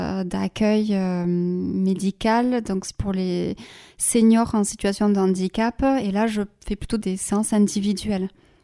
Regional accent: Bayonne, Nouvelle-Aquitaine, France; first language Basque and French; also born or lived in Anglet; il est Euskaldun Berri, et ma mère est d'à côté de Saint-Jean-Pied-de-Port. Et après, moi j'ai grandi sur la côte, à Bayonne et Anglette, et après j'ai été à Likastola aussi. Voilà. Par contre, je ne parle plus le basque de ma mère, qui est le manège

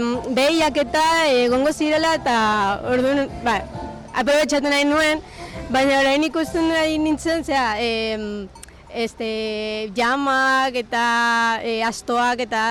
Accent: Irun, Basque Country, Spain; Ba, irundarra naiz. Margolaria, ez dakit artista, baina bai, marrazten dut.

